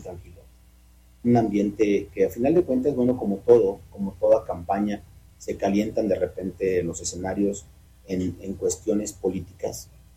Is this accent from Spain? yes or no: no; San Luis Potosí, Mexico; yo vengo del esfuerzo, vengo de abajo. Yo nací en San Luis Potosí. Yo no vengo de fuera, yo no soy foráneo. Yo aquí crecí, yo conozco a todos de toda la vida.